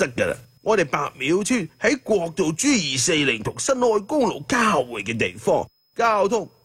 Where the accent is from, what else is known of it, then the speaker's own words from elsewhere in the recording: Guangdong, China; 我土生土长60多年噶啦。